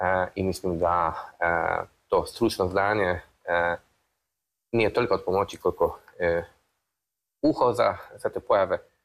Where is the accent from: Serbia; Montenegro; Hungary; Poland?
Poland; Kraków, Lesser Poland; Serbian is a second language; dolazim iz Krakova, iz Poljske.